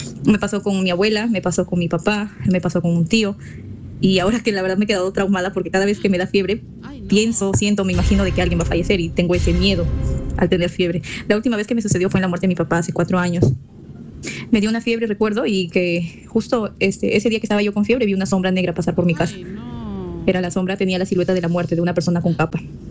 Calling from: Chiclayo, Lambayeque, Peru; de Chiclayo.

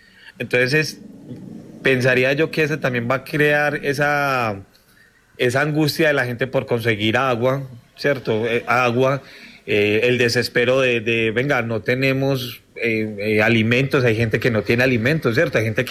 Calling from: Pereira, Risaralda, Colombia; los que somos de Pereira

